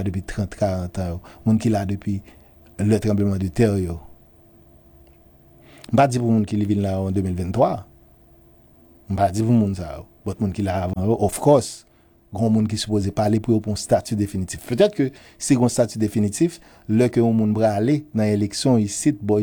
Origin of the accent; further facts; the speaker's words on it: Haiti; Nous supposer en tant que haïtien faire un bagage, mander un bagage.